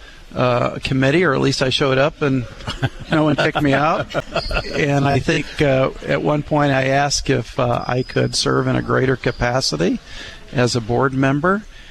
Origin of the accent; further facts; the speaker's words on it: Springfield, United States; Yes, born and raised in Springfield, also a Spartan.